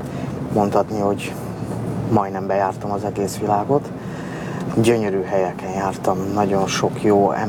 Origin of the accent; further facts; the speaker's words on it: Budapest, Hungary; born there; az első számú hely ugye az én szülőhazám, ahol születtem, Budapest